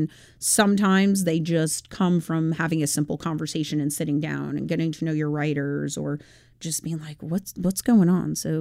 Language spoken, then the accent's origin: English; Holbrook, New York, United States; moved away; I am a New Yorker, indeed. I'm from Long Island, which the east end of Long Island, Holbrook. And I love the beaches, love everything about it. Growing up, it's still a little rural compared to a small town, but still it's a wonderful experience.